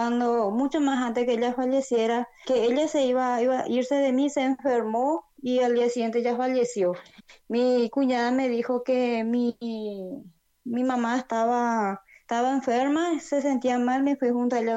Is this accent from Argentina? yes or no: no; Luque, Central, Paraguay; yo me casé con un cristiano y tengo 3 hermosos hijos. Y soy de Luque, Paraguay. Yo crecí en una familia cristiana y tengo 6 hermanos.